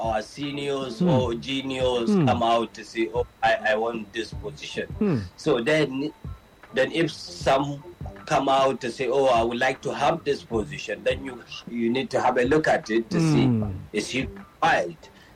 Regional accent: Nigeria; as a Nigerian

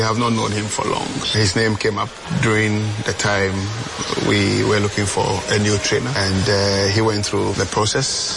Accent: Ghana; I'm a Ghanaian, so I'll first of all identify myself.

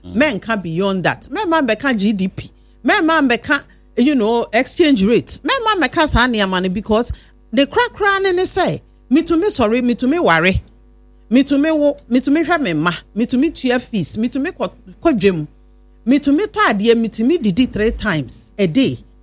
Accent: Ghana; and I think say as a Ghanaian

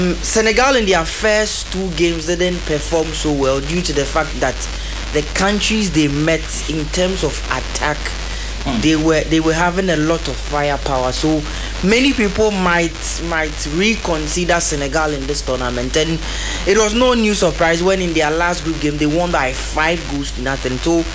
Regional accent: Ghana; As a Ghanaian

